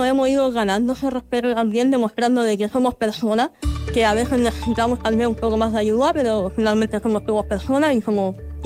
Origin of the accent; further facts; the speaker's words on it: Santiago, Santiago Metropolitan Region, Chile; Sí, soy de acá de Santiago.